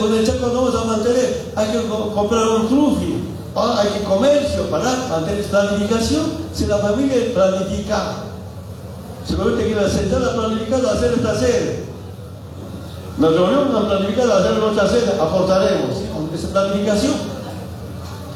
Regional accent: Bolivia

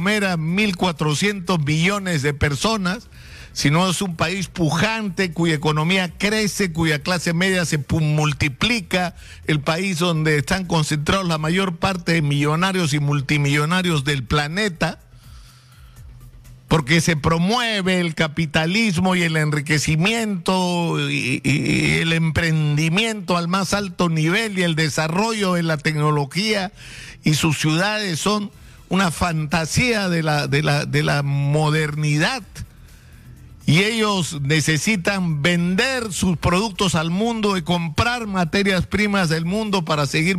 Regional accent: Peru

